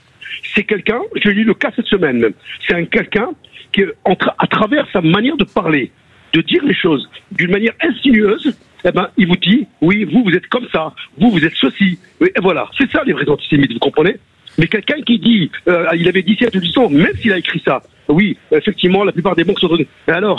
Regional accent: France; Moi, j'ai 72 ans, je suis français juif, j'ai 72 ans

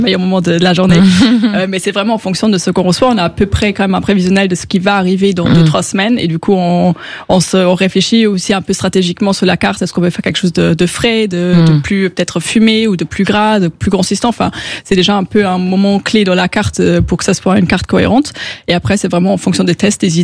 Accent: Luxembourg; moved away as an adult; now in Paris, France; moi, je viens du Luxembourg, évidemment. Donc, du coup, de venir à Paris et du coup, de s'installer tout nouveau

